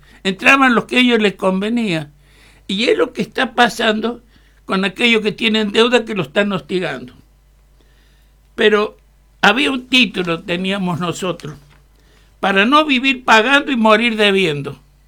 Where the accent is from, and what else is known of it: Argentina